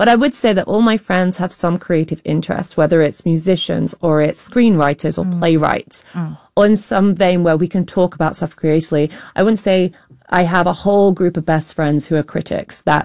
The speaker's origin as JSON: {"language": "English", "town": "Doncaster", "region": "Yorkshire and the Humber", "country": "United Kingdom", "tie": "born there", "also_born_or_lived": "London", "said": "moved from London to Doncaster, and then also being mixed myself"}